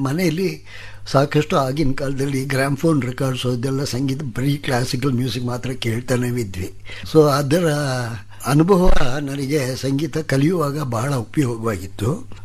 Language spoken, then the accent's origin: Kannada; Mysore, Karnataka, India; ನನಗೆ 81 ವಯಸ್ಸಾಯ್ತು. 1934 ನಾನು ಮೈಸೂರಲ್ಲಿ ಹುಟ್ಟಿದೆ.